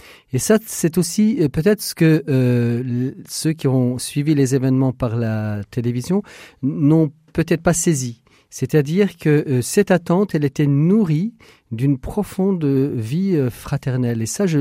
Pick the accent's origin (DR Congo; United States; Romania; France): France; la violence est de plus en plus banalisée dans notre monde et aussi chez nous en France.